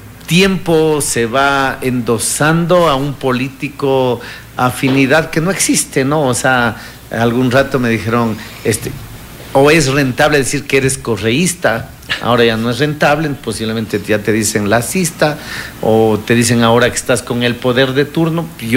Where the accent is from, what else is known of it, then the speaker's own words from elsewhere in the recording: Quito, Pichincha, Ecuador; born there; Yo no soy quiteño, pero a los 8 o 9 años de edad, desde ahí viví en San Roque, y a la mayoría de edad me fui a depositar mis primeros votos y siempre he votado ahí.